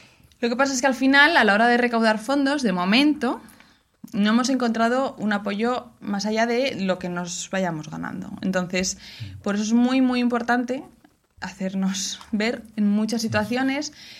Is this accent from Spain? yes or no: yes; Madrid, Community of Madrid, Spain; now in Mieres, Spain; donde vivimos ahora, que vivimos en Mieres, porque yo soy de Madrid, pero vivimos en Asturias